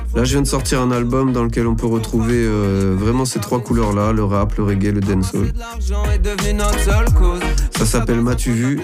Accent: Caen, Normandy, France; je suis originaire de la ville de Caen.

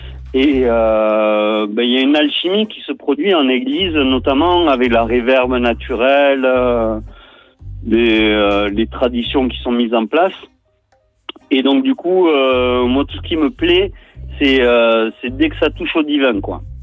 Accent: Toulouse, Occitanie, France; born there; accent: Toulouse; first language English; French is a second language; je suis né à Toulouse, man. Hein. ouais, ça, on peut pas l'enlever. Une fois que t'es né là-bas, l'accent, il s'enlève pas.

